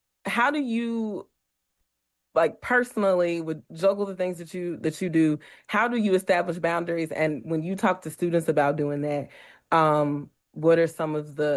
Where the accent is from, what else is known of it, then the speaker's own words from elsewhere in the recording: Mississippi, United States; And I come from a I grew up in Mississippi, and you didn't have a choice.